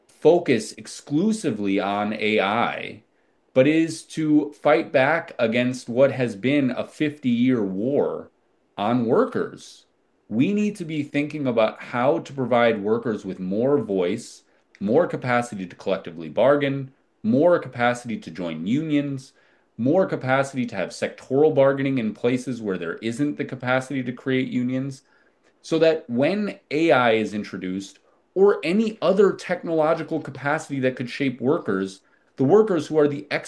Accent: Minnesota, United States; born there; my home state of Minnesota

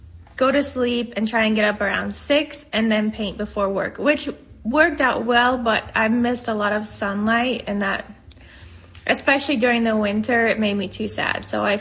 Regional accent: Senegal; moved away as an adult; also born or lived in Seattle / Alabama; now in Birmingham, Alabama, United States; I'm an oil painter. I grew up in Senegal in West Africa, and I moved to the States when I was 18 to go to art school in Seattle.

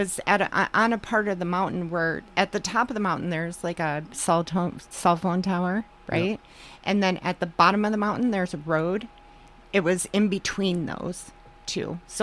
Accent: Michigan, United States; now in Oregon, United States; So I grew up in Michigan and we had a well, right? Like a traditional well.

